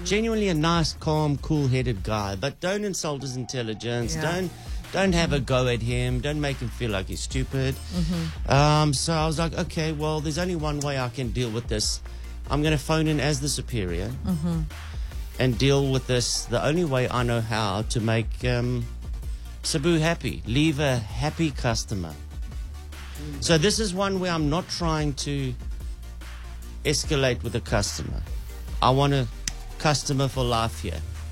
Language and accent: English; Botswana; Oh, I can't speak Zulu. I come from Botswana. Can we speak in English?